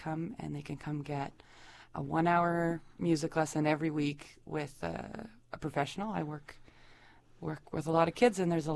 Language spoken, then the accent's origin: English; Whitehorse, Yukon, Canada; I grew up here in Whitehorse